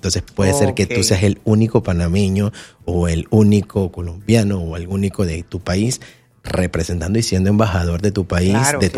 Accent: Santiago de los Caballeros, Santiago, Dominican Republic; Del interior, yo soy de Santiago, entonces yo era de colegio público del interior y no hablaba inglés.

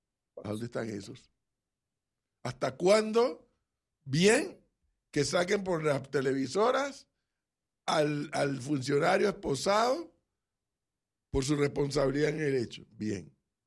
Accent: Panama; usted sabe cómo somos los panameños

